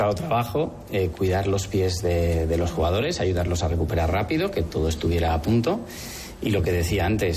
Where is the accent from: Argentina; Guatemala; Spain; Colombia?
Spain; Huesca, Aragon; nosotros somos muy de Huesca